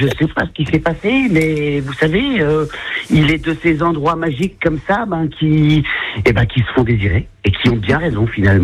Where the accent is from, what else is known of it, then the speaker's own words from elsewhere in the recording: Réunion; moved away; Dans un théâtre en plein air que j'ai vu tous les premiers spectacles de ma vie d'enfant à La Réunion.